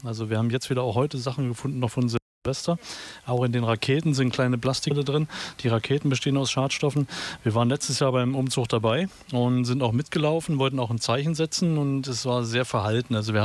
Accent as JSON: {"language": "German", "country": "Germany", "tie": "born there", "lives_now": "Damshagen, Germany", "said": "Ich bin selber kein Lübecker. Ich bin im Harz geboren, aber bin schon überall in Deutschland gewesen und wohne jetzt wieder in Damshagen bei Boltenhagen"}